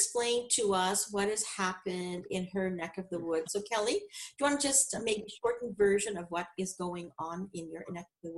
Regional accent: Ontario, Canada; the chair of the advocacy committee. I'm from Ontario, Canada.

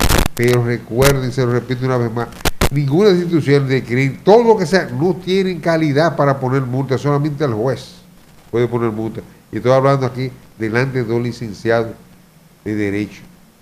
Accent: Dominican Republic; Ahora nosotros como dominicanos sí sabemos lo que tenemos en pie.

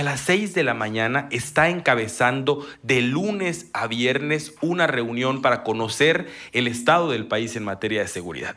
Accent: Mexico

